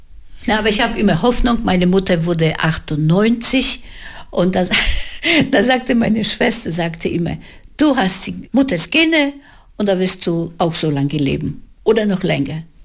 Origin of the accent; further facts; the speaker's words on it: Germany; Ich bin Deutsche und deswegen bin ich Oma.